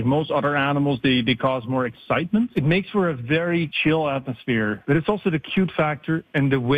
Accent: Netherlands; moved away; I grew up in the Netherlands, where we lived in the center of a small town, but right behind us was a big meadow.

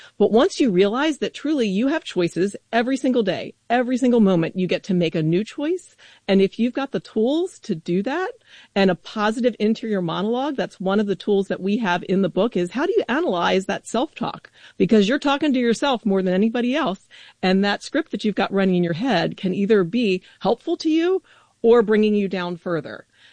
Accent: Maryland, United States; I'm from Maryland, grew up in a public school system

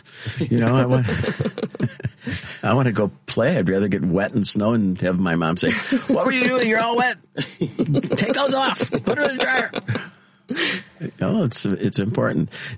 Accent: Chicago, Illinois, United States; I was Chicago born, you know, I was born at 18th in California, Mount Sinai, I told you, and then I was raised in Humboldt Park

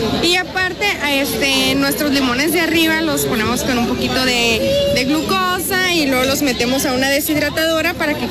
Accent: San Luis Río Colorado, Sonora, Mexico; now in Ensenada, Mexico; Yo soy de San Luis Río Colorado, Sonora.

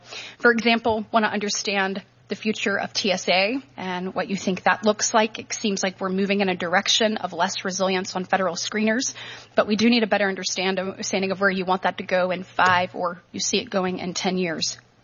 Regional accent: Alabama, United States; With respect to my home state, I am very proud that Alabama is home to so many DHS equities

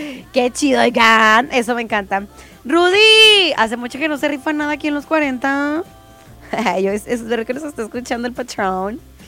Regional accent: Nuevo León, Mexico; Nuevo León, ¿verdad? Monterrey, pues somos acá nomás. Pero Nuevo León es un rancho. Todos nos conocemos, todos somos vecinos.

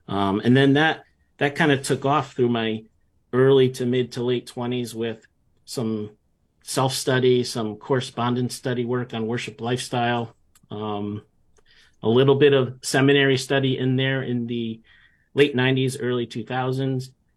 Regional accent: North Branford, Connecticut, United States; Yeah, I grew up in North Branford, which is in New Haven County on the shoreline in Connecticut. We spent a lot of time in New England.

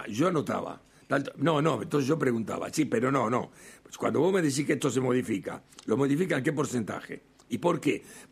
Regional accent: Buenos Aires, Argentina; born there; yo nací en San Telmo

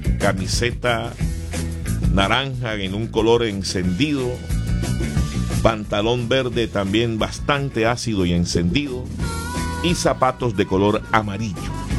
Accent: Colombia

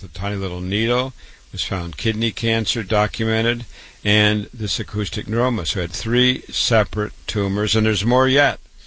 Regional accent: Waterloo, Iowa, United States; board-certified doctor. I was born and raised in Waterloo, Iowa, public school, university MD at 25

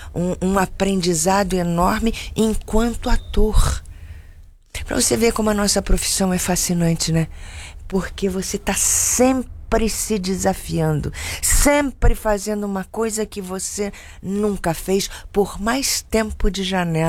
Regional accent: Rio de Janeiro, Brazil; now in São Paulo, Brazil; Sou natural do Rio de Janeiro.

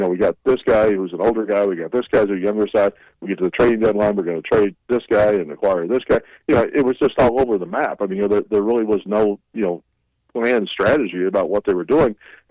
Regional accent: Springfield, Missouri, United States; moved away as an adult; also born or lived in Omaha, Nebraska; now in St. Louis, United States; I was born in Omaha, Nebraska. I grew up in Springfield, Missouri, very much of a Cardinal fan.

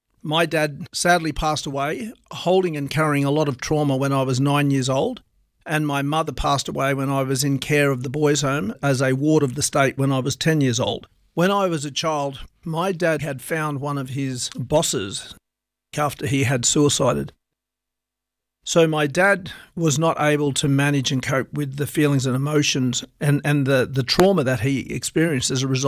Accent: Wilcannia, New South Wales, Australia; And on one occasion when we were living on the riverbank in Wilcannia, my hometown

